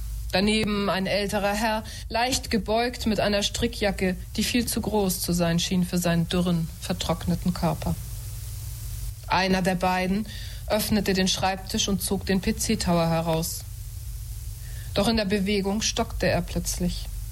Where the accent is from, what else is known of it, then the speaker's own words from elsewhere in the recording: Heide, Schleswig-Holstein, Germany; born there; also born or lived in Baden-Württemberg; ich bin Krimi-Autorin, ich lebe in Schleswig-Holstein und für Sie vielleicht ganz interessant, aufgewachsen bin ich in Heide.